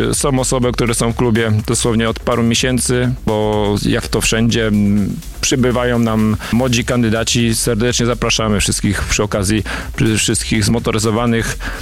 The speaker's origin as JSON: {"language": "Polish", "town": "Słupca", "region": "Greater Poland Voivodeship", "country": "Poland", "said": "Flaga Słupcy i barwy Słupcy i to, że jesteśmy ze Słupcy i z powiatu słupeckiego, choć nie tylko"}